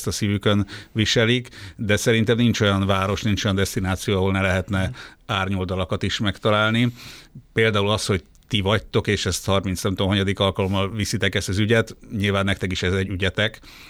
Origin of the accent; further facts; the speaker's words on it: Sopron, Győr-Moson-Sopron, Hungary; én Soproni vagyok